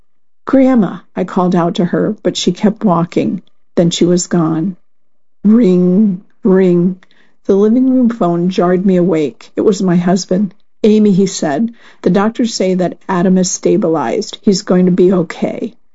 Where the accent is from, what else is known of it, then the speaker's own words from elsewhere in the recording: England, United Kingdom; now in United States; All of that can be found in the history books I read as a child growing up in England. My mother had immigrated there from Nigeria.